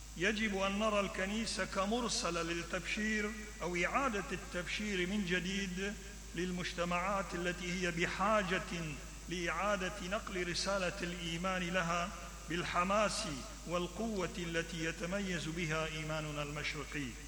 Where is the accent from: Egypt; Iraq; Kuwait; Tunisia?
Iraq; في بلدنا العراق